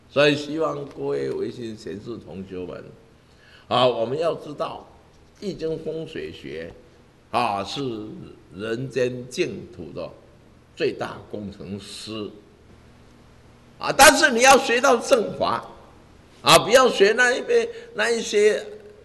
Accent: Taiwan

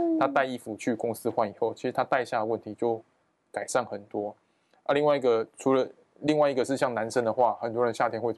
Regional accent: Taiwan; 我们台湾人又喜欢把水果当成饭后的甜点

